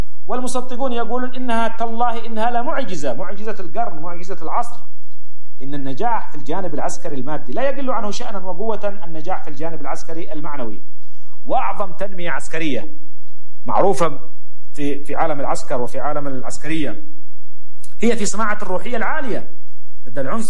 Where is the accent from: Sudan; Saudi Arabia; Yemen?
Yemen; وهذا الاستقلال الذي نشعر به كيمنيين اليوم،